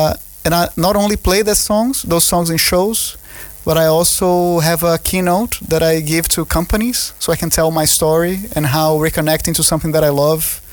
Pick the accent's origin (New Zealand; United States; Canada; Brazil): Brazil; Salvador, Bahia; It's a luthier from Salvador, Bahia, Brazil, like my hometown.